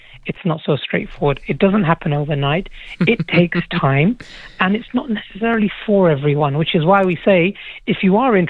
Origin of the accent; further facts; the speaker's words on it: England, United Kingdom; moved away; I'm from England